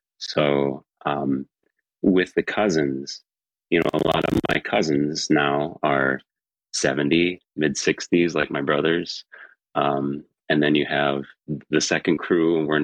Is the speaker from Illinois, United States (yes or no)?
yes; Freeport, Illinois, United States; also born or lived in Monroe, Wisconsin; So Freeport, Illinois is where generations of my family had lived. And it just so happened that Freeport's like 20 minutes from the Wisconsin border. So the hospital across the border was better. So I was born in Wisconsin